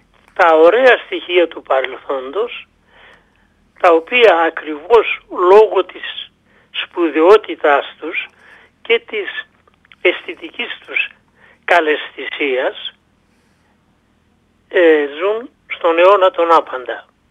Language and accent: Greek; Greece; επειδή συμβαίνει να είμαι Έλληνας